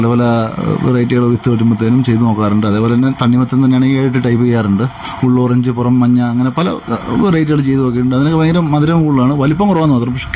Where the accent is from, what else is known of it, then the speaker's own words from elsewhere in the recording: Kandanad, Kerala, India; ജനിച്ചു വന്നത് ഇവിടെ തന്നെയാണ്, കണ്ടനാടാണ്. ഉദയംപുരം പഞ്ചായത്തിൽ കണ്ടനാടാണ് ജനിച്ചു വളർന്നത്.